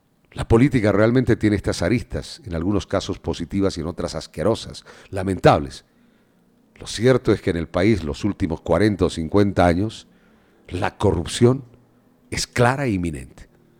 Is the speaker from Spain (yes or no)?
no; Bolivia; uno como boliviano